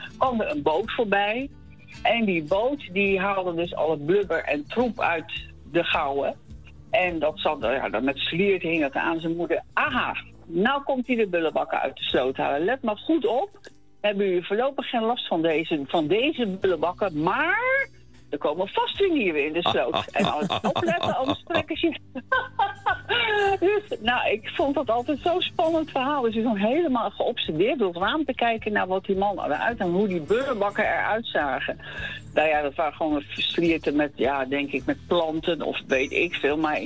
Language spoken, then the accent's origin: Dutch; Gouda, South Holland, Netherlands; now in Rijswijk, Netherlands; Overigens, ik ben geboren in Gouda, maar ik woon in Rijswijk.